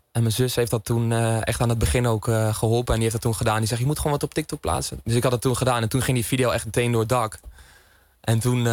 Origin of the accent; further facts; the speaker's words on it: Zwolle, Overijssel, Netherlands; Ik kom uit Zwolle, dus ik ben lekker een nuchter en normale gozer.